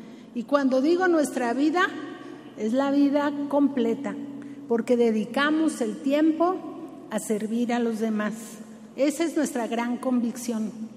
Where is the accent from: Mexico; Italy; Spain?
Mexico; Somos más mexicanos que nunca